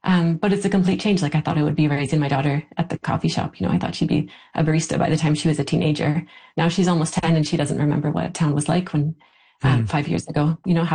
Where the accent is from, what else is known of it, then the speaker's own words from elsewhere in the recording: Lytton, British Columbia, Canada; I grew up in Lytton and was here kind of off and on for most of my adult life and settled down here. I'm a single parent.